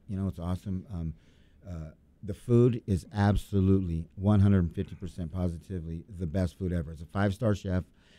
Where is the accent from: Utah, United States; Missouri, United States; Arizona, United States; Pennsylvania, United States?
Arizona, United States; Lake Havasu City; I'm from Lake Havasu. I was a business owner.